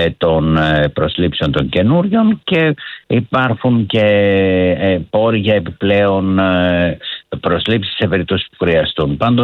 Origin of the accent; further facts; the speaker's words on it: Peloponnese, Greece; also born or lived in Arcadia; επειδή είμαι γιος εκπαιδευτικού και κατάγομαι από την Αργολίδα